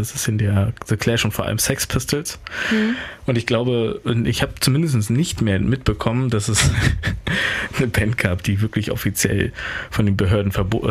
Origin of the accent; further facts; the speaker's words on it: United Kingdom; wir kommen ja, das kommen aus Großbritannien.